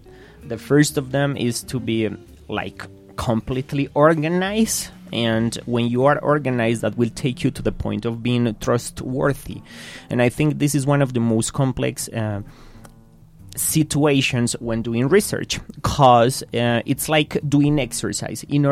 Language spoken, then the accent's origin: English; Medellín, Antioquia, Colombia